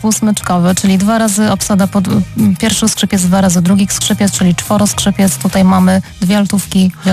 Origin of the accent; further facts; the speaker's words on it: Oława, Lower Silesian Voivodeship, Poland; born there; urodziłam się w Oławie, mieszkam w Oławie, ale działam na Opolszczyźnie.